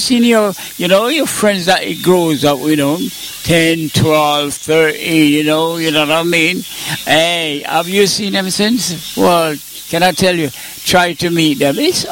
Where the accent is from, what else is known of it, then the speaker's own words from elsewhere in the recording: Jamaica; You know, I'm Jamaican, so I can switch, okay?